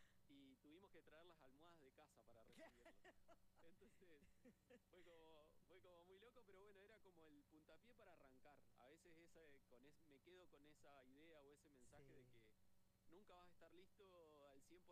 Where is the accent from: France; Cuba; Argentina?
Argentina; Buenos Aires; born there; now in Aluminé, Argentina; Yo nací en Capital Federal, hace unos 36 años atrás.